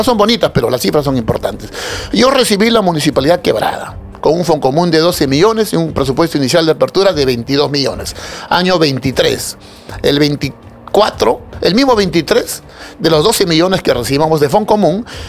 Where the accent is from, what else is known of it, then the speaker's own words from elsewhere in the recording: Lima, Peru; yo como limeño